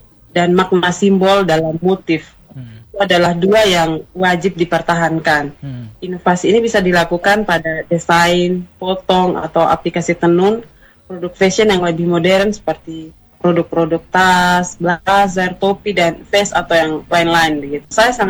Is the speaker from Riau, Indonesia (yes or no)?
no; Sumba, East Nusa Tenggara, Indonesia; Walaupun saya sebagai orang Sumba